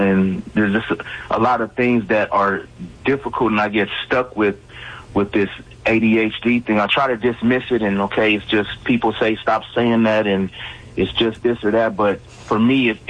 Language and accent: English; California, United States; Yeah, I was diagnosed. I'm from California.